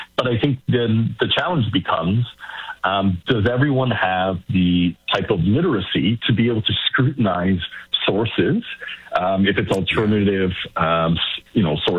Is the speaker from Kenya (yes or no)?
no; Canada; I'm first in my family, born and raised in Canada. My parents, first generation to come here.